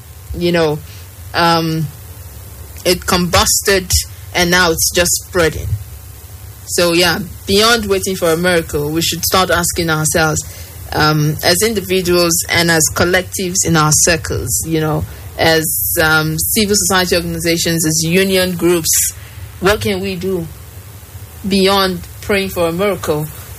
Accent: Nigeria; why, as the Nigerian public, people who, you know, digest social media and enjoy social media, why have we decided that we would allow ourselves to be distracted from the things that matter?

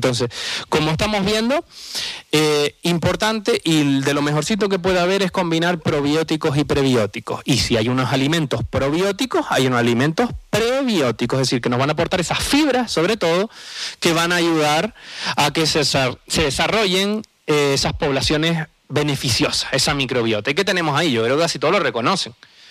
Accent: San Andrés, Spain; En mi pueblo de San Andrés

